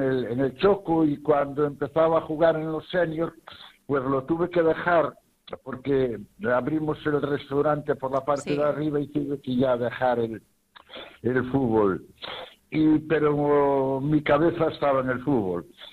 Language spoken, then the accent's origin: Spanish; Redondela, Galicia, Spain; como soy un amante de mi pueblo, y sabes que Redondela hay muchas actividades lúdicas y de cultura y de todo eso.